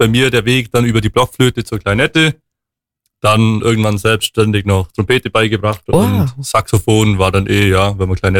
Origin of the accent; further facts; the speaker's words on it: Bavaria, Germany; Ja, Mai, es ist grundsätzlich einfach, wie du schon gesagt hast, genau die Region, in der wir beide aufgewachsen sind